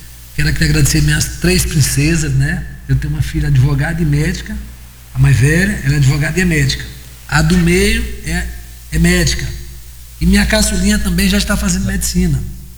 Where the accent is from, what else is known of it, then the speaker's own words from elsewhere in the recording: Igarapé do Meio, Maranhão, Brazil; Eu não sou forasteiro, eu sou de Garapé do Meio, tenho um título de cidadão garapense, tenho um título de cidadão santonezense, tenho um título maranhense, cidadão maranhense. Assembleia me deu esse título. Eu sou 100% maranhense, eu só não nasci aqui.